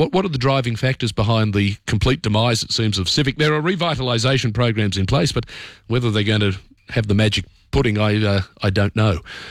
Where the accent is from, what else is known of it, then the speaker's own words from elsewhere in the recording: Parramatta, New South Wales, Australia; Oh, well, look, I grew up around Parramatta. I know the situation there.